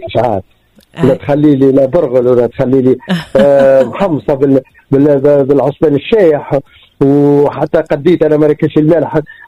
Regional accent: Tunisia; توفيت جيتي توفيت انا تونسيه وتعرف الماكله السوري

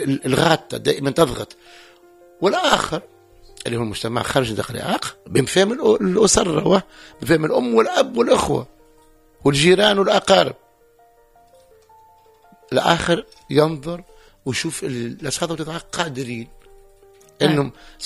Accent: Tunisia

